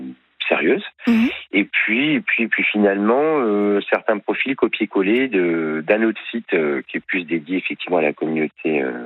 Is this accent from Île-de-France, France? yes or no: yes; Paris, Île-de-France, France; now in Marseille, France; moi j'habite Marseille, hein, je suis parisien, installé dans le sud-est depuis 2017